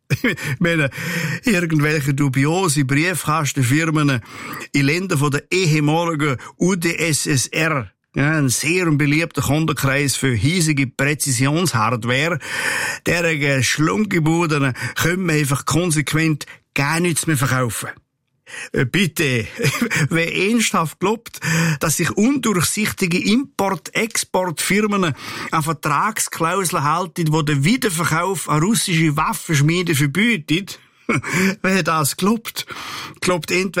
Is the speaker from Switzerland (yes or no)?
yes; Switzerland; da sind wir Schweizer nämlich weltweit führend.